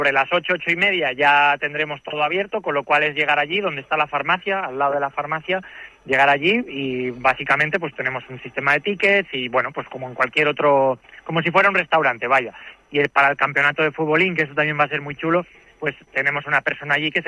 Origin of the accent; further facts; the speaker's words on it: Vigo, Galicia, Spain; moved away as an adult; now in Castile and León, Spain; yo soy de Vigo, llevo un añito, 2 años ya en el pueblo